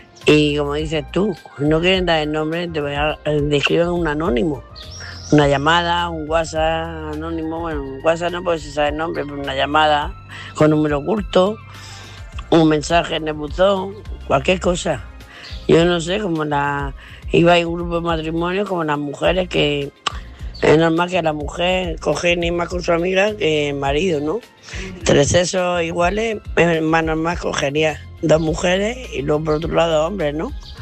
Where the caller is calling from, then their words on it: Murcia, Region of Murcia, Spain; de Murcia.